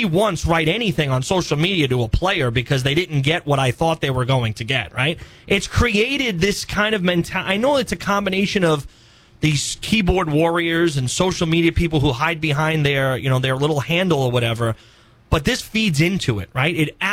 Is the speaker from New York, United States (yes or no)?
yes; New York, United States; moved away; where I grew up in New York